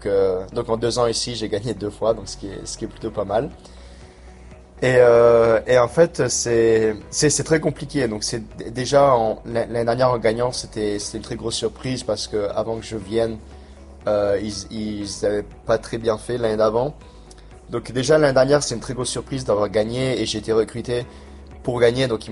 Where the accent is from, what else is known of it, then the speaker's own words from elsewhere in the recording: Port Vila, Shefa, Vanuatu; moved away as an adult; now in Buffalo, United States; j'ai grandi à Port-Vila